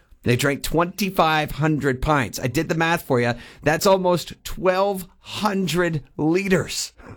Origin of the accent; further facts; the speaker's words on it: Scotland, United Kingdom; and then I'm also Scottish. So, trust me.